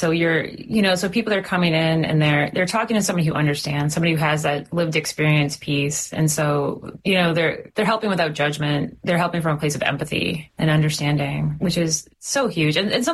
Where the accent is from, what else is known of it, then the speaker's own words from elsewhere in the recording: Boston, Massachusetts, United States; You know, I grew up down near Boston, and, you know, subways and buses and trains are just kind of part of it.